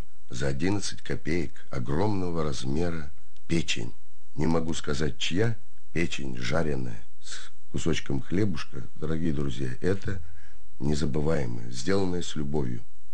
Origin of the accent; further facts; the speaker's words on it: Tula, Tula Oblast, Russia; born there; Я родился в Туле, родился во время спектакля.